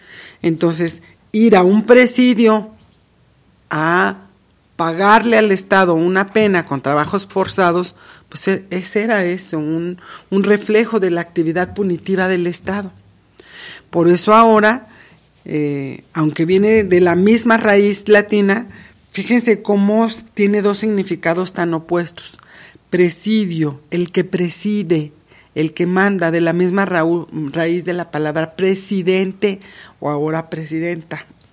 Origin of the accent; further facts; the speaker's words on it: Fresnillo, Zacatecas, Mexico; born there; yo nací en Fresnillo, yo soy fresnillense